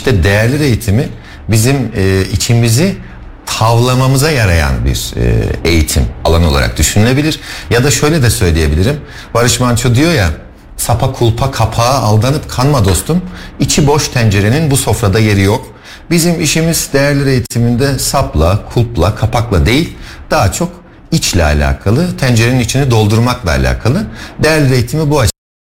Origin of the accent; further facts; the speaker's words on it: Kayseri, Turkey; Kayseriliyim.